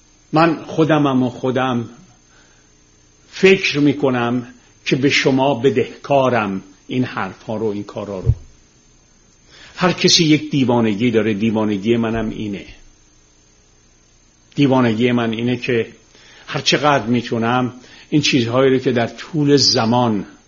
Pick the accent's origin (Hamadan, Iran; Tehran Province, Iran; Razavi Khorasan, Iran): Tehran Province, Iran; Tehran; چون ما تو گل و شل بزرگ شدیم، من روزی که خیابون کوچه های تهران رو تیر میذاشتن که سیم برق بکشن یادمه.